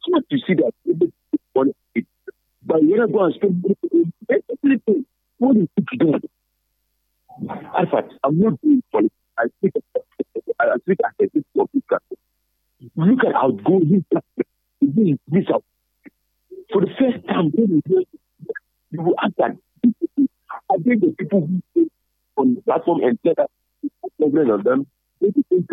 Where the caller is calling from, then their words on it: Ghana; Me, as a Ghanaian